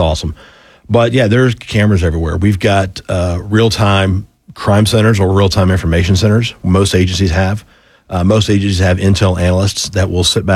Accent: Sandy Springs, Georgia, United States; Growing up in Sandy Springs, my first home was in Alpharetta back in 93

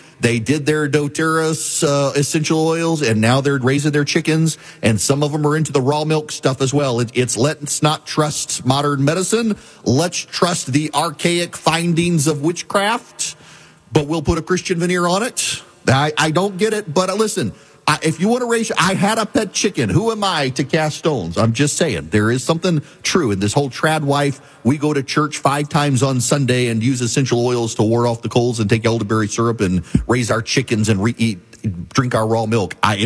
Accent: Dubai, United Arab Emirates; born or raised there

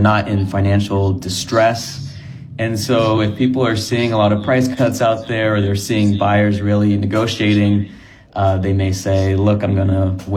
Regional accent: Austin, Texas, United States

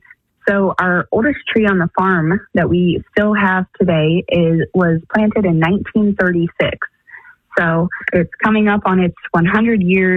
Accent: New Madison, Ohio, United States; So, I grew up on Downing Fruit Farm down in Dark County and was blessed to be the eighth generation on the farm there and growing all kinds of fruits and vegetables.

